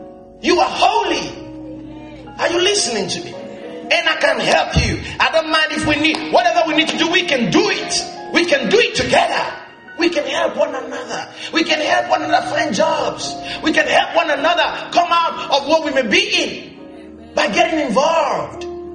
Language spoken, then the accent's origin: English; Lesotho; You know, I'm from Lesotho, and I want to find out, how did you get here?